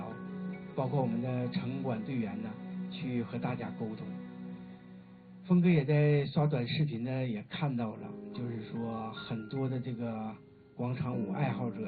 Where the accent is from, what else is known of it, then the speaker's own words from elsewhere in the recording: China; 我们中华我们中国人